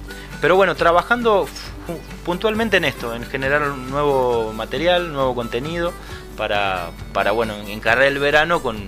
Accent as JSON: {"language": "Spanish", "region": "Córdoba", "country": "Argentina", "said": "yo tuve la suerte de ir a los bailes de mi pueblo"}